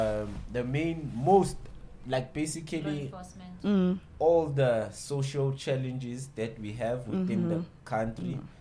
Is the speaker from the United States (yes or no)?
no; South Africa; how long does it take for me as a South African citizen? For me, it even takes months for me to get my ID, despite being South African.